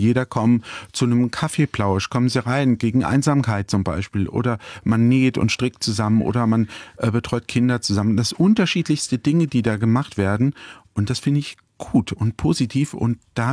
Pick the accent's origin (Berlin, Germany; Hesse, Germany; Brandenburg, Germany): Hesse, Germany; Butzbach; Ja, auch bei uns in Putzbach, wo ich zu Hause bin, in meiner Heimatstadt, gibt es eine Genossenschaft